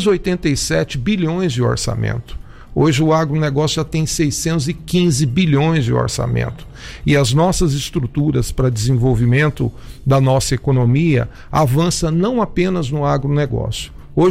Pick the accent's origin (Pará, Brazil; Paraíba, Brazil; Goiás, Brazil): Goiás, Brazil; Goiânia; born there; Eu sou goiano, sou goianiense, nasci em Goiânia